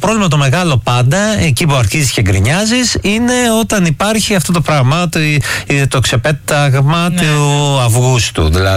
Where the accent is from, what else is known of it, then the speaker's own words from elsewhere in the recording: Andros, South Aegean, Greece; οι αδριώτες γκρινιάζουμε ούτως ή άλλως.